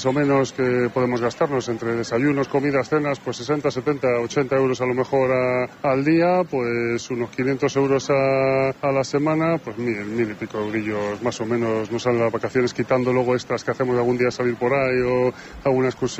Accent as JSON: {"language": "Spanish", "town": "Madrid", "region": "Community of Madrid", "country": "Spain", "said": "Somos una familia de Madrid, compuesta, bueno, somos cuatro en la familia, y venimos un par de veces, así, temporadas largas, a Santander 2 veces al año."}